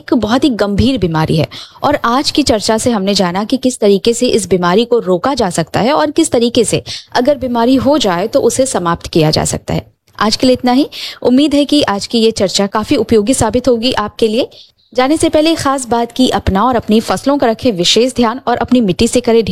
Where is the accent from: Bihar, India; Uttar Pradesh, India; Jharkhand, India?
Bihar, India; Bhagalpur; दोस्तों हम भागलपुर से हैं और भागलपुर की बात करें तो यहाँ बहुत सारे ऐसे बिल्डिंग्स हैं